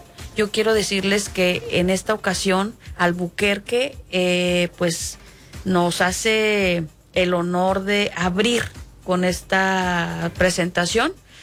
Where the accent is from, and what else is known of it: Aguascalientes, Mexico